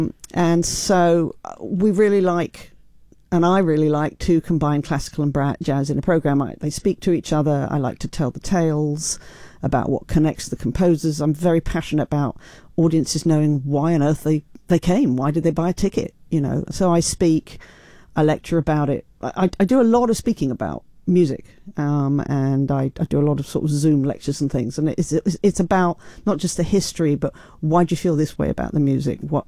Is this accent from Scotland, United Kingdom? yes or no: no; London, United Kingdom; moved away as an adult; now in United States; I grew up in London